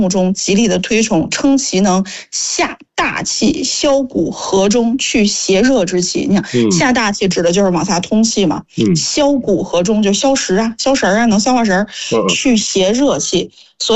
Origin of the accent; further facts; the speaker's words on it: Beijing, China; 咱老北京